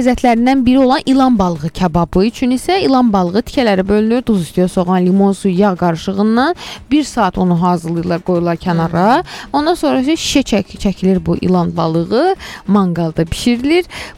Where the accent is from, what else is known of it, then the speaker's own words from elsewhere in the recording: Baku, Azerbaijan; Mən özüm Bakıdanam.